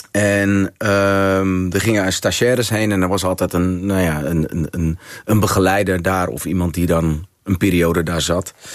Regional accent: De Rijp, North Holland, Netherlands; born there; ja, ik ben geboren in Noordeinde, het Rijp. Mijn vader komt van Curaçao, mijn moeder komt van Nederland.

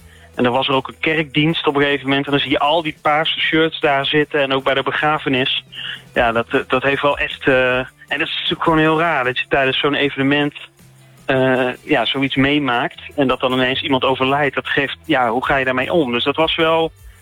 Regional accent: Tilburg, North Brabant, Netherlands; Ik kom uit Tilburg

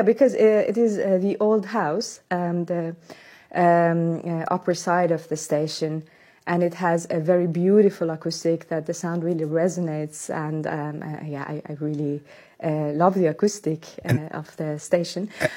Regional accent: Iran; English is a second language; now in Netherlands; resonates with people in Gaza and people in Lebanon and people in Iran, my home country. But also, how interesting to see that the story existed many, many, many times during the history in different regions, and also where I live now, and it is my home now, which is the Netherlands.

